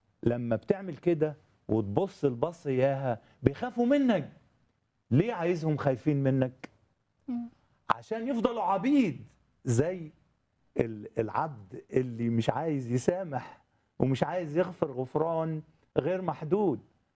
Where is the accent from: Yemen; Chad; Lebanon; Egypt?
Egypt; Minya Governorate; أنا صعيدي ومن المنيا يعني ومن القرى كمان،